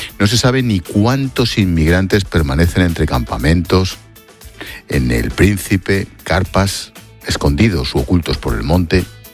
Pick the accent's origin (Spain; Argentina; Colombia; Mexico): Spain; Nuestro olvido como españoles puede ser la gota que colme el vaso de Ceuta